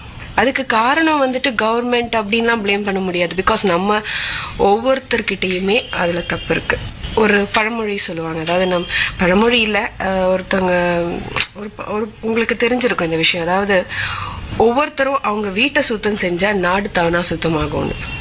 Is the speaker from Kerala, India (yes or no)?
no; Chennai, Tamil Nadu, India; நான் ஒரு மலையாளியாக இருந்தாலும் பிறந்து வளர்ந்தது எல்லாமே சென்னை தான்.